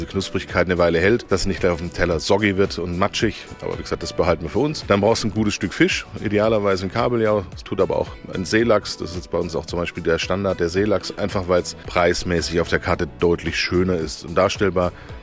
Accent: Reutlingen, Baden-Württemberg, Germany; now in Wiesbaden, Germany; Ja, gebürtiger Schwabe, eingewandert aus Reutling. Der ist tot zur Schwäbischen Alb, also ganz tief im Schwabeländle drin, da komme ich ursprünglich her.

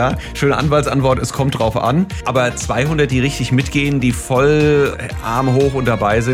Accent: Wiesbaden, Hesse, Germany; Wiesbaden. Natürlich ist Ibiza toll und ein großes Super Bowl-Ziel, aber ich bin dann doch Kind meiner Heimatstadt.

